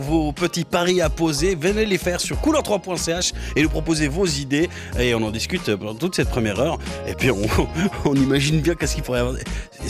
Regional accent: Neuchâtel, Switzerland; Je suis de Neuchâtel

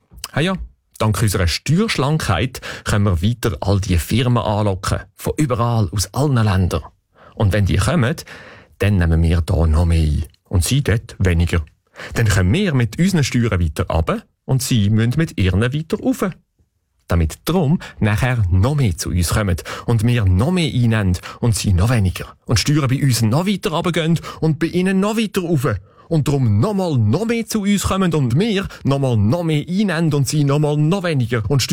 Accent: Lucerne, Switzerland; um als Luzerner meinen lokalpatriotischen Stolz auszudrücken.

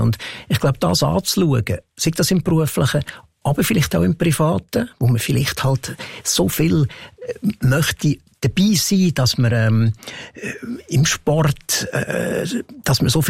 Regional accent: Lucerne, Switzerland; ich bin in Luzern aufgewachsen

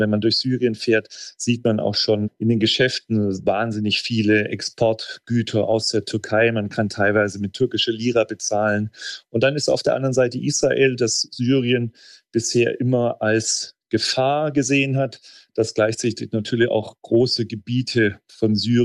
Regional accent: Germany; ich als Deutscher sehe seit Jahren, wie schwierig es ist, in Deutschland eine Bahnstrecke zu bauen

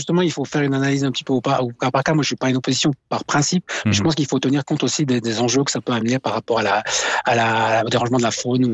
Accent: Valais, Switzerland; en tant que Valaisan

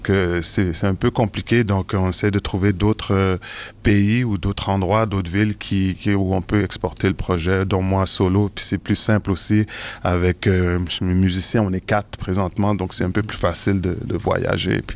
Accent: Montreal, Quebec, Canada; born there; je suis né à Montréal, de parents d'origine haïtienne.

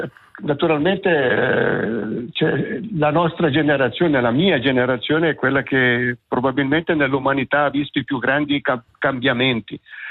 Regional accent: Camorino, Ticino, Switzerland; accent: Camorino dialect; Il nostro dialetto, il dialetto di Camorino, era piuttosto chiuso, si usava molto presente la U

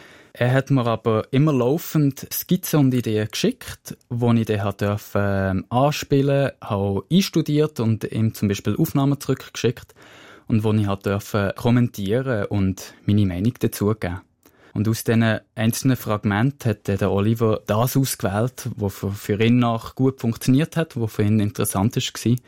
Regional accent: Bern, Switzerland; Und andererseits bin ich in Bern aufgewachsen.

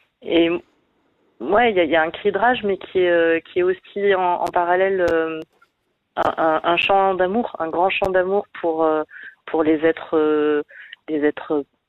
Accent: Provence-Alpes-Côte d'Azur, France; J'ai grandi dans les Hautes-Alpes et un rapport très, très concret, très direct et très libre avec les éléments

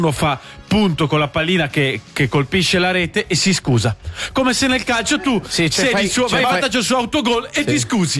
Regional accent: Lugano, Ticino, Switzerland; Non sono di Bozzoreta, Lugano.

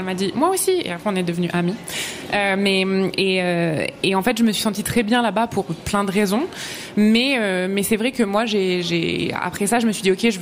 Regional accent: France; now in Montreal, Canada; je suis une Française qui vit à Montréal.

